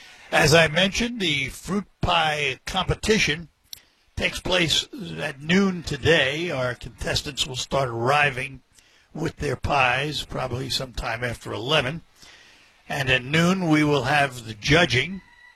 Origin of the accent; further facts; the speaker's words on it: New York City, New York, United States; moved away as an adult; now in Saginaw, United States; as a New Yorker, born and raised in the Bronx in New York City. Fairs were foreign to me until I moved to Saginaw in 1974